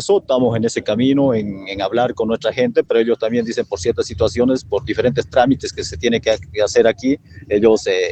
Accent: Yunchará, Tarija, Bolivia; prácticamente me crié toda mi vida en Yunchará, estudié ahí y me crié

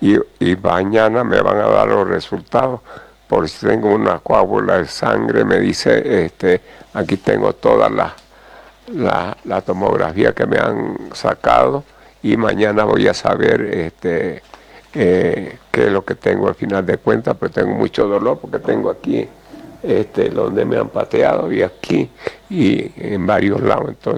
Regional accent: Santa Cruz de la Sierra, Santa Cruz, Bolivia; Yo le dije que soy de Santa Cruz y que quería viajar, tengo problemas allá.

